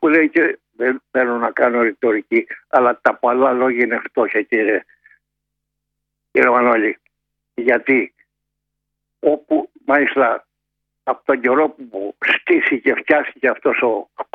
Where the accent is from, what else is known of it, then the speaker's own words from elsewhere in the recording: Greece; υπήρχαν στο δικό μου το χωριό, την Απογυσή. Στο χωριό μου υπήρχαν 5 τζοπάλιδες με 2.500 τατσίκια.